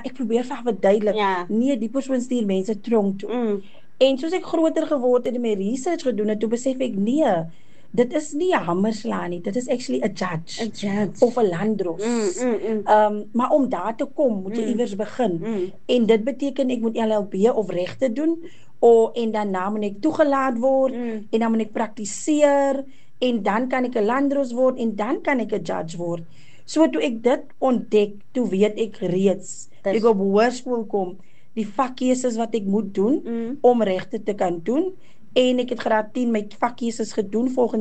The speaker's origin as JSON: {"language": "Afrikaans", "town": "Vredenburg", "region": "Western Cape", "country": "South Africa", "tie": "born or raised there", "also_born_or_lived": "Port Elizabeth / King William's Town", "moved": "as an adult", "said": "Ek is van Vredenburg, oorspronklik. Gebore. Ek het daar skool, my skoolloopbaan voltooi. Primary was ek op Panorama primêr en dan op hoërskool was ek by Western sekondêr"}